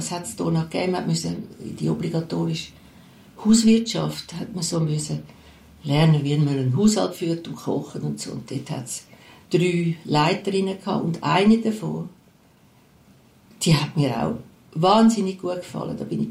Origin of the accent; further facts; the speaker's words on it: Zurich, Switzerland; Ich bin im Pfarrhaus aufgewachsen, auf dem Land, bei Winterthur.